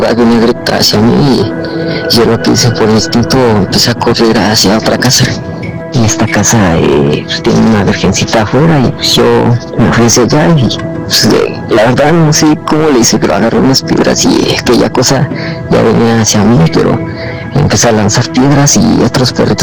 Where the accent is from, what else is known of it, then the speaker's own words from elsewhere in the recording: Toluca, State of Mexico, Mexico; Soy de Toluca y no daré muchos detalles de dónde ocurre esto